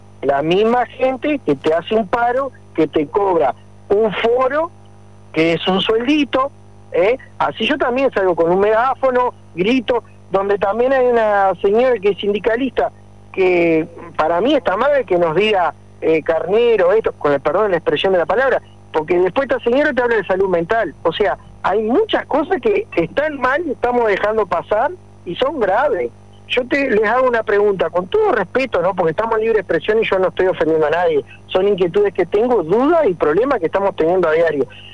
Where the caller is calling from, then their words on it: Uruguay; como uruguayos que somos